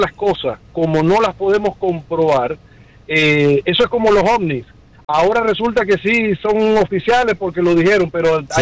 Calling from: Venezuela; el venezolano.

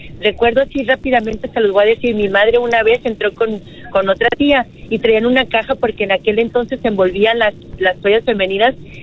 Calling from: San Antonio, Texas, United States; Soy de San Antonio.

